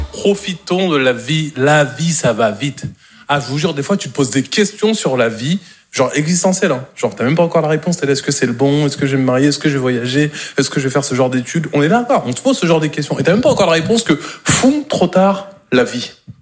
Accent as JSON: {"language": "French", "region": "Normandy", "country": "France", "said": "Moi, je suis normand de base et j'aime pas trop silence."}